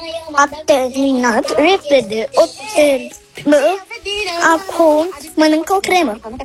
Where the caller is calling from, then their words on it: Bucharest, Romania; din București, am 5 ani